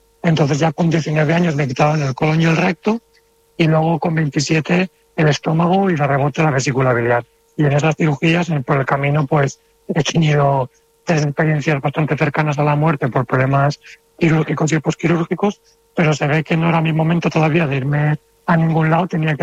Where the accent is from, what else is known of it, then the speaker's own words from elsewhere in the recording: Valencia, Valencian Community, Spain; yo soy de Valencia, nos conocemos desde mucho tiempo